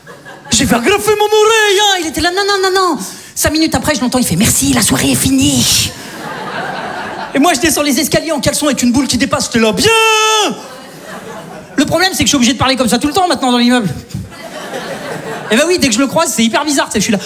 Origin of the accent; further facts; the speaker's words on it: Saint-Étienne, Auvergne-Rhône-Alpes, France; Tu vois, moi, je viens de Saint-Étienne. Tu vois. Globalement, chez nous, t'as faim, tu prends une arbalète, tu vas chasser, ça s'arrête là, quoi.